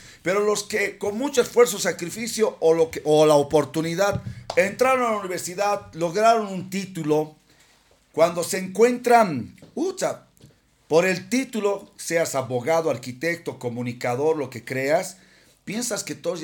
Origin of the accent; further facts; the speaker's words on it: Bolivia; no somos humildes los bolivianos.